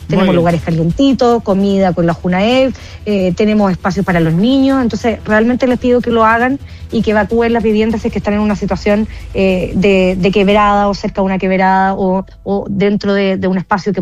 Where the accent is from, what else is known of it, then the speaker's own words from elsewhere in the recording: Viña del Mar, Valparaíso, Chile; somos viñamarinos, comprendemos la historia, somos chilenos